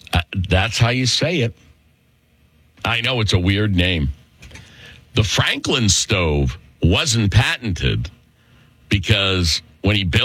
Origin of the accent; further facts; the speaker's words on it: Ireland; I mean, listen, as being Irish, she was not actually very good to Ireland.